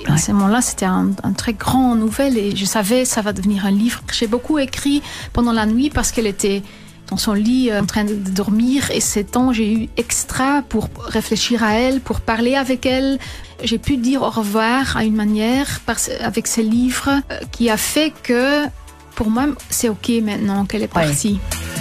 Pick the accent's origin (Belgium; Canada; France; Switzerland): Belgium; Flanders; French is a second language; now in Brussels, Belgium; Oui, je viens de Campine. Peut-être on peut entendre ça encore dans mon dialecte. Mais maintenant, j'habite depuis Bruxelles. 20 ans à Bruxelles.